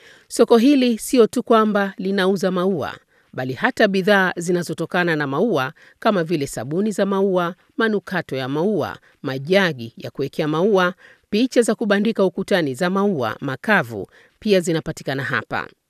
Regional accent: Zanzibar, Tanzania; nikumbuke nyumbani kwetu Zanzibar, visiwa vya karafuu.

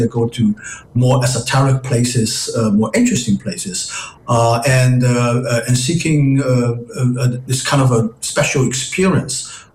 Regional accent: Shanghai, China; English is a second language; And also sometimes my local dialect in my hometown, the Shanghai dialect, because sometimes I hear people talking in that dialect, which is very interesting.

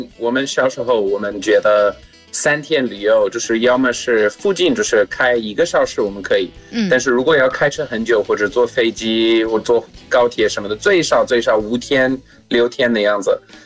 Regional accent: South Africa; Chinese is a second language; 但是我说实话，作为外国人，在那个情况，因为我们的国家在南非，还有我爸是葡萄牙人。

